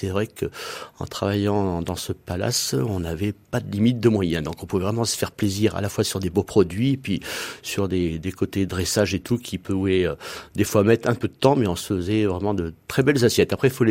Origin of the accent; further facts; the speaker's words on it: Clermont-Ferrand, Auvergne-Rhône-Alpes, France; also born or lived in Paris; 4 années à Paris, oui, je pense que ça suffit quand on est auvergnat. Donc du coup, retour aux sources